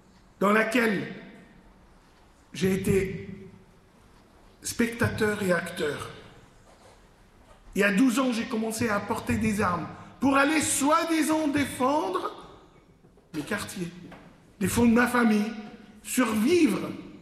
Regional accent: Lebanon; moved away; moi qui avais grandi dans un pays qui était en pleine guerre. Je suis Libanais d'origine, je vivais dans un pays qui était en guerre civile.

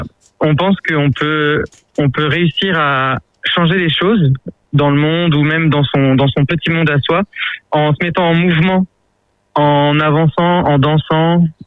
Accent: Grenoble, Auvergne-Rhône-Alpes, France; nous, on vient de Grenoble

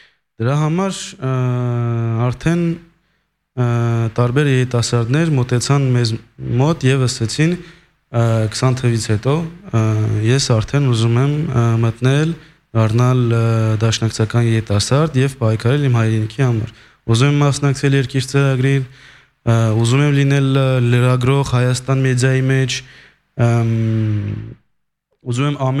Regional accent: Lyon, Auvergne-Rhône-Alpes, France; Ես Լիոնից եմ, Լիոնից մի կես ժամ կամի քաղաք Վիեն, որտեղ թուրքական համայնքները հարձակվել են հայերի վրա։

